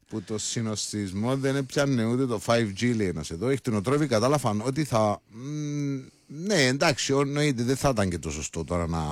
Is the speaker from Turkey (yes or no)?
no; Lania, Limassol District, Cyprus; Είμαι από Λανή, σας πάω που πάω.